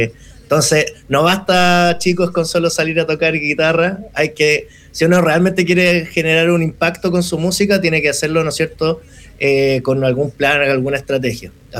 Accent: Chile; nosotros tres somos chilenos

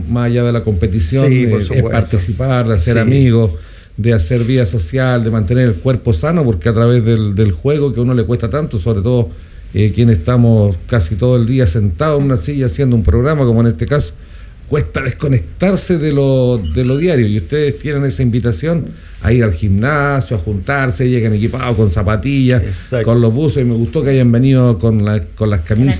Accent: San Carlos, Ñuble, Chile; yo soy oriundo de San Carlos.

